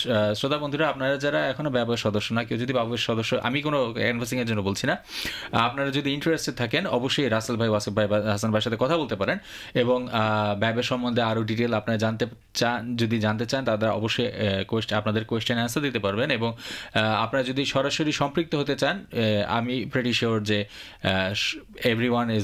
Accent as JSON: {"language": "Bangla", "country": "Bangladesh", "lives_now": "Australia"}